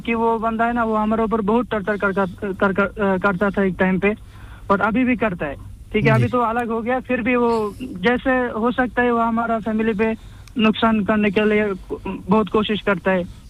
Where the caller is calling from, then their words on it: Bangladesh; میں بنگلہ دیش سے ہوں.